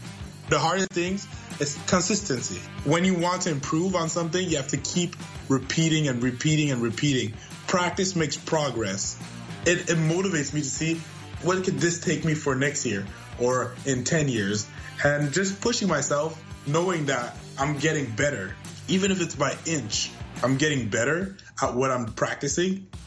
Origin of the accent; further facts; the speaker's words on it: Canada; I am 23 years old, and I am a Canadian athlete that uses a wheelchair.